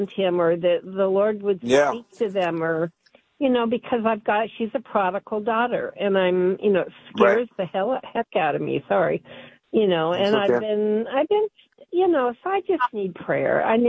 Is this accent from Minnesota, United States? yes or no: no; Seattle, Washington, United States; I'm 71 years old. I was raised in Seattle, and I was part of we had a Jesus movement way back when I was 16 up here in Seattle